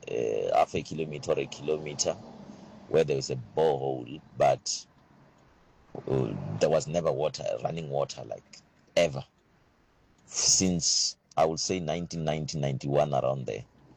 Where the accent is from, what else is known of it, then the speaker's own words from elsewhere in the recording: Chikwarani, Limpopo, South Africa; I'm also from Limpopo in the village called Chikwarani in Akutama. That village never had water.